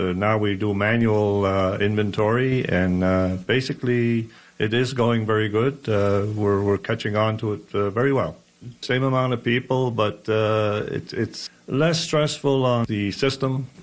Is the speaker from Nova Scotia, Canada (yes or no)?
yes; Isle Madame, Nova Scotia, Canada; I'm from Isle Madame, and I've been working for this operation for DeVoe for over a year